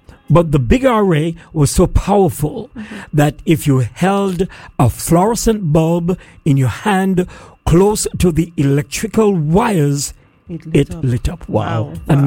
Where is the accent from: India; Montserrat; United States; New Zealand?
Montserrat; if for example, you ask me where I come from, I come from Carkill, that is Montserrat.